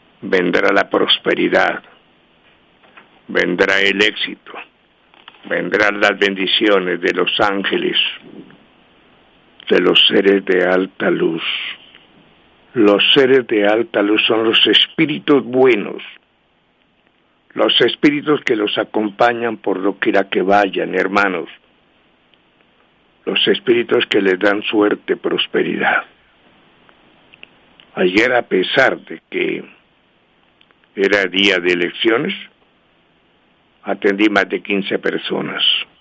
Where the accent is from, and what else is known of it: Colombia